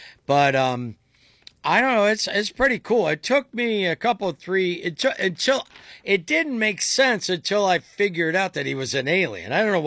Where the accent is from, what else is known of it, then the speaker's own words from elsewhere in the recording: Somalia; now in Minnesota, United States; I don't have to assimilate. I'm from Somalia. I live in Minnesota.